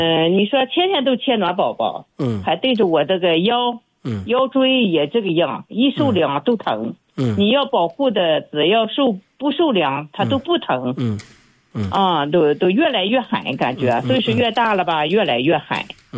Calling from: Ganyu, Jiangsu, China; 江苏赣榆的。

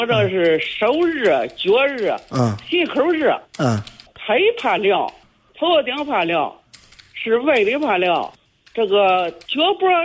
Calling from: Luquan, Hebei, China; 我是石家庄鹿泉市人

